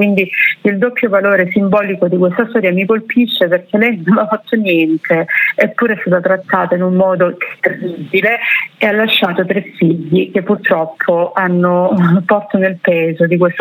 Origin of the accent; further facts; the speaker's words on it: Cinquefrondi, Calabria, Italy